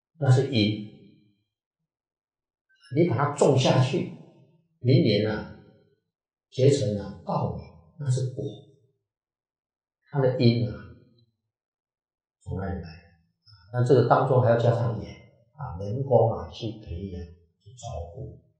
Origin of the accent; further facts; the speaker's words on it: China; 我们中国人啊，使用语言文字喜欢简单啊